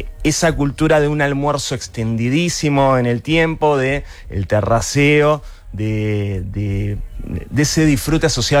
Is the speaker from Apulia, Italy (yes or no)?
no; Montebelluna, Veneto, Italy; Soy de Montebelluna, que es una ciudad pequeña cerca de Treviso.